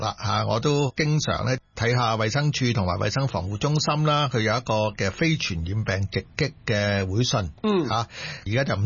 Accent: Hong Kong; 我哋香港人特别都市人

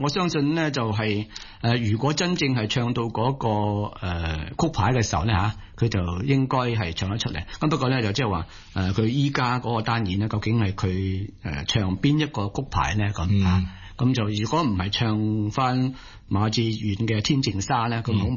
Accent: Guangdong, China; 我哋廣東人

